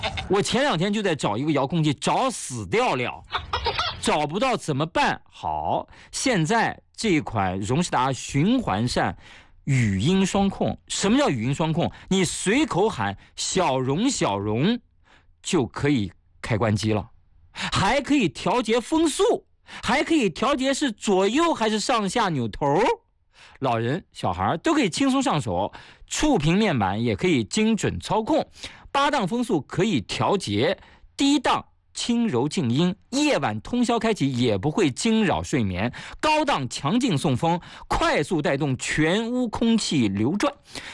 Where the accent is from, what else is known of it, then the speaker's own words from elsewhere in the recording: Shanxi, China; moved away; 那就是我的老家山西。